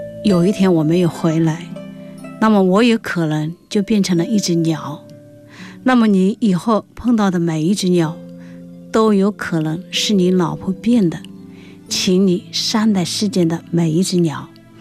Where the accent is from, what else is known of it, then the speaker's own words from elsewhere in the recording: Changsha, Hunan, China; 我是来自湖南长沙的